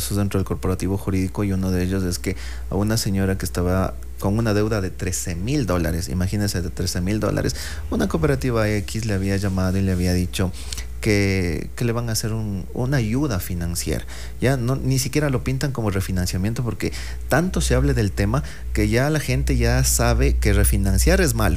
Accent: Ecuador; nosotros como ecuatorianos

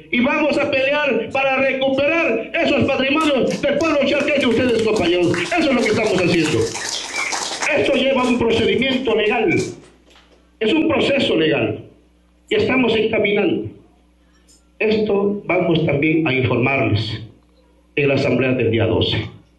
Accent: Morona Santiago, Ecuador; todos los Shuar que somos hijos de la FIS

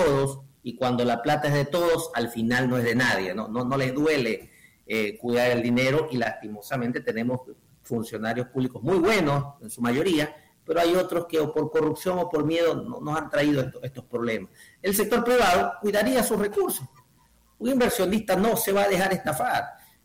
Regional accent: Ecuador; somos ecuatorianos

